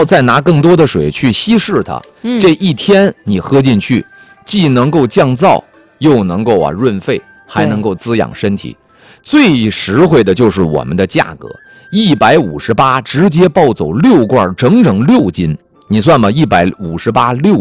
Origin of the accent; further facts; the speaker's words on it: Liaoning, China; moved away; 我的老家辽宁啊